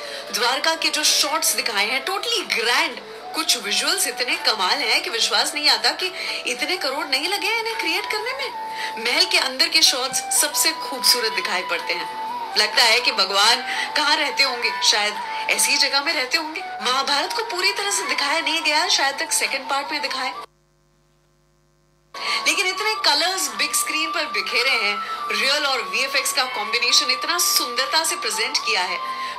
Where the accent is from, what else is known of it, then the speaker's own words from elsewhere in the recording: Ahmedabad, Gujarat, India; मैं गुजरात से हूँ, अहमदाबाद से, और यहाँ उठते ही हर इंसान सबसे पहले गुड मॉर्निंग नहीं जय श्री कृष्ण कहता है एक दूसरे को।